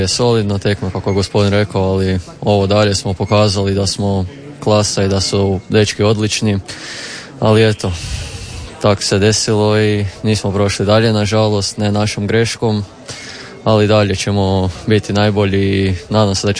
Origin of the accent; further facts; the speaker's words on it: Gornja Stubica, Krapina-Zagorje County, Croatia; Ne, ja sam iz Gornje Stubice.